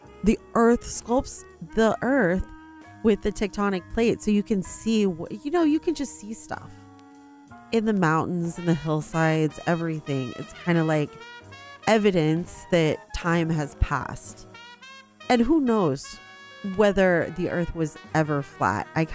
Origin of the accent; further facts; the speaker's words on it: California, United States; I'm California Indian.